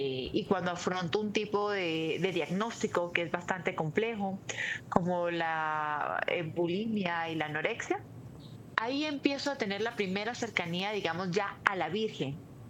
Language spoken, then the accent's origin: Spanish; Táriba, Táchira, Venezuela; born there; yo nací en Tariba